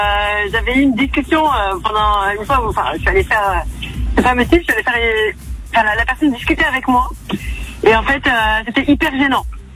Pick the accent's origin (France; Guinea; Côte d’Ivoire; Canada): France; Montpellier, Occitanie